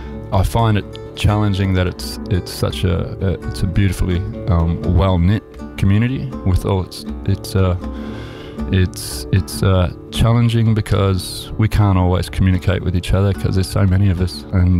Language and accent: English; Geelong, Victoria, Australia; born there; moved away; also born or lived in Queensland; I was born in Geelong in Victoria.